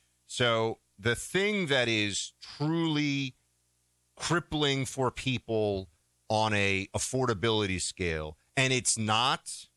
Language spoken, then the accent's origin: English; New York, United States; moved away; Now, I'm somebody who did move. I'm from New York.